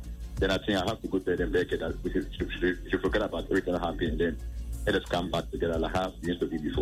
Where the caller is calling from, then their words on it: Ghana; From Mataiko.